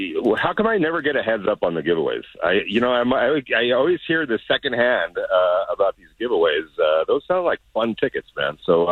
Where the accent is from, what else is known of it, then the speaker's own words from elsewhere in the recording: California, United States; I grew up in Southern California, so I don't care what era you're talking.